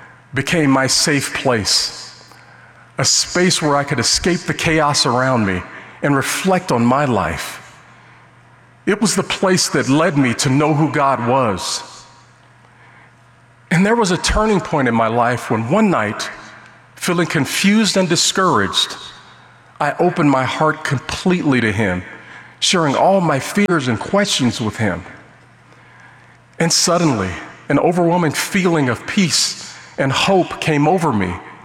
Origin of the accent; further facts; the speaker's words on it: Las Vegas, Nevada, United States; Growing up in Las Vegas, I was surrounded by negative influences.